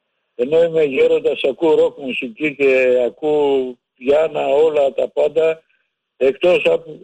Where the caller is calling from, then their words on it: Megara, Attica, Greece; από τα Μέγαρα.